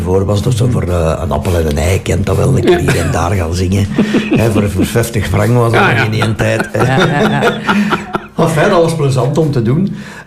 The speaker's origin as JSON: {"language": "Dutch", "town": "Halle", "region": "Flanders", "country": "Belgium", "tie": "born there", "said": "Ja, dat is eigenlijk begonnen in Halle, mijn geboortestad."}